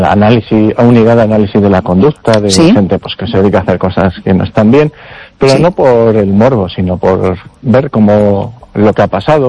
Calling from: Vigo, Galicia, Spain

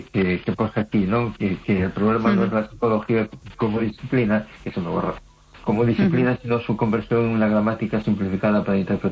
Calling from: A Coruña, Galicia, Spain; Buenas noches … de Coruña.

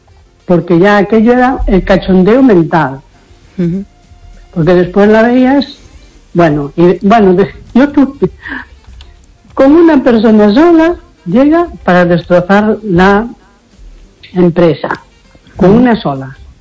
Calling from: A Coruña, Galicia, Spain; de la Coruña.

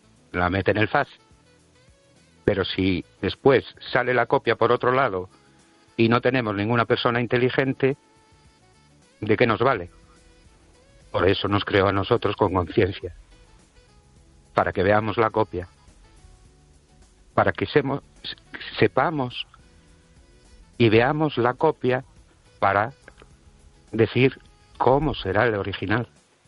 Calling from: Ourense, Galicia, Spain; de Orense.

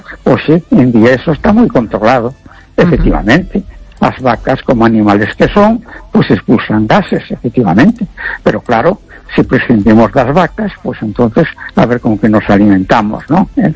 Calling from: A Coruña, Galicia, Spain; de La Coruña.

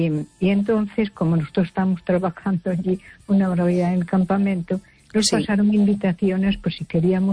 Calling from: Ferrol, Galicia, Spain; de Ferrol.

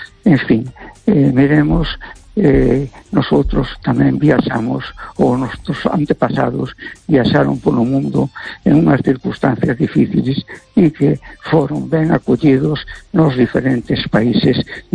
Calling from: Spain

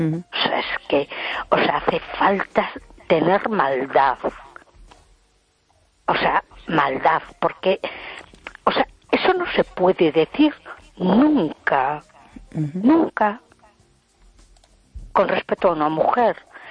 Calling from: A Coruña, Galicia, Spain; de Coruña.

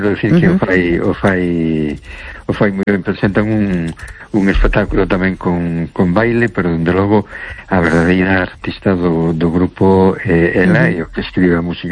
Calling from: A Coruña, Galicia, Spain; de Coruña.

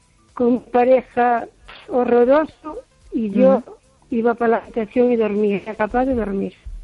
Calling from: O Carballiño, Galicia, Spain; de Carballiño.

